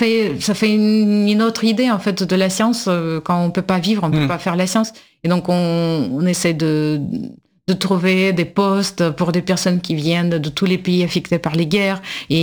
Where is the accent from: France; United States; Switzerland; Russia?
Russia; French is a second language; Et en tant que russe, je pense que oui